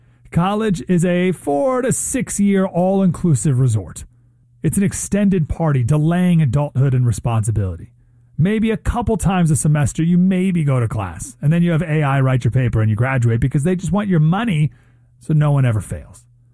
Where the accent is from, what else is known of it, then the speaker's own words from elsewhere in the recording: Syracuse, New York, United States; The Wall Street Journal wrote an article about Syracuse University. Happens to be my hometown.